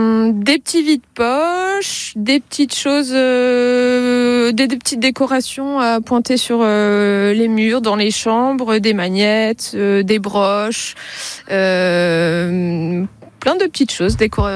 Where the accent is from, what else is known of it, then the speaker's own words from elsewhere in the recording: Nantes, Pays de la Loire, France; moved away as an adult; now in Finistère, France; depuis que je suis dans le Finistère, parce que je suis nantaise. À la base, j'ai trouvé un Finistérien et j'ai migré dans le Finistère depuis presque 10 ans maintenant. Et j'avais un grand-père morbihanais